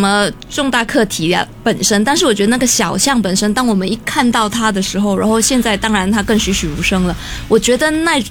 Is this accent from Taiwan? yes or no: no; Malaysia; now in Singapore; 我是马来西亚人嘛，就是从新加坡回马来西亚的路上